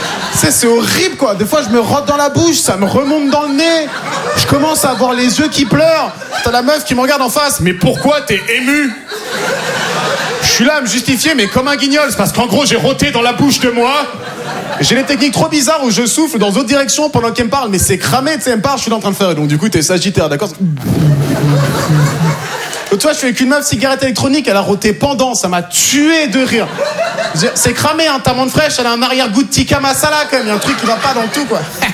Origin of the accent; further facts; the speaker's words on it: Normandy, France; born there; Tu me demandes tu viens d'où? Je te réponds honnêtement. Moi je suis né en Normandie.